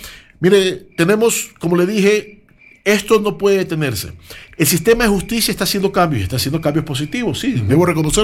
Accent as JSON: {"language": "Spanish", "country": "Ecuador"}